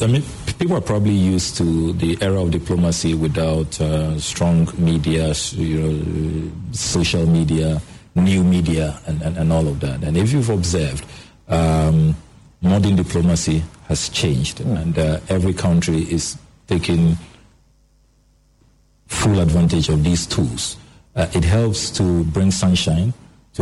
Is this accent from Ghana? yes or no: yes; Ghana; I'm also a Ghanaian.